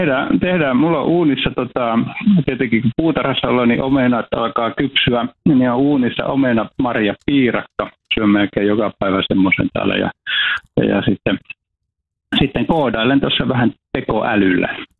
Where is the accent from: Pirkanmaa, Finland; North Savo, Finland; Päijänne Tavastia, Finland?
North Savo, Finland; Iisalmi; born or raised there